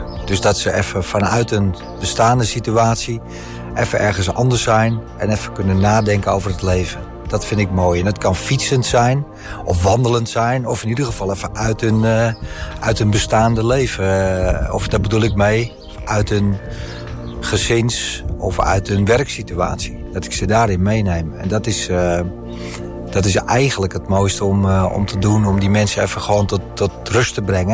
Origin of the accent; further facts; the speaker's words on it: Heemskerk, North Holland, Netherlands; moved away as an adult; now in Spain; Ik ben geboren in Heemskerk. Of ja, gewoond in Heemskerk voor lange tijd. En nu woon ik sinds 3 jaar in Spanje.